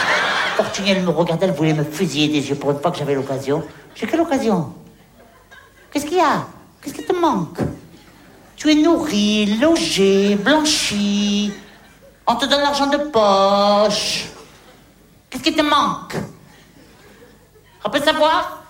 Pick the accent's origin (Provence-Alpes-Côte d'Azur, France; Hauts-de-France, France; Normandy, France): Hauts-de-France, France; Ben, je dis non, je suis pas de Tunisie. Vous êtes d'Algérie. Mais non, je suis du Pas-de-Calais.